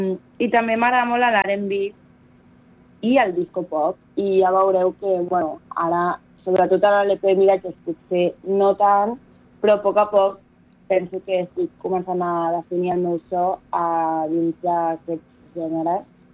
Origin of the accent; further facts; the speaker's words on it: Terrassa, Catalonia, Spain; sóc de Terrassa i sóc cantant i artista emergent.